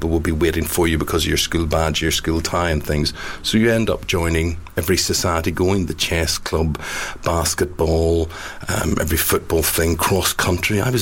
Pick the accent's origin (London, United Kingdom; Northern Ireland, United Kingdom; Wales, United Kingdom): Northern Ireland, United Kingdom; I grew up in the Troubles in Northern Ireland